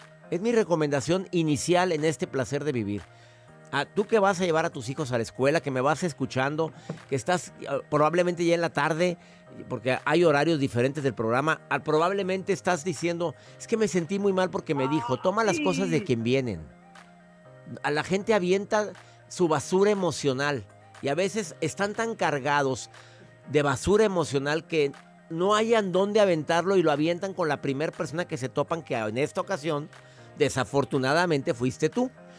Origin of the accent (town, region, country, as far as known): Mexico